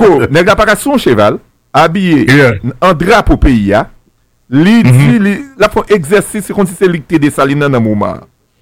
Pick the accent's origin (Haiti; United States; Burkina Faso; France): Haiti; En tant que haïtien.